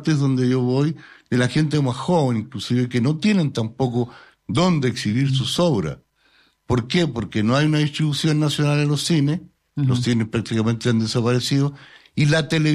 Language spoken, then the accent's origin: Spanish; Chile; Yo soy hijo de inmigrantes árabes, que llegaron en 1914. Somos chilenos recién.